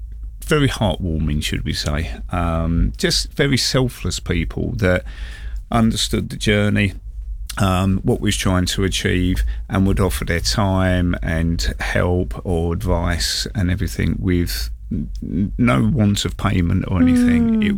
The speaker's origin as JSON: {"language": "English", "region": "London", "country": "United Kingdom", "said": "as a Londoner myself"}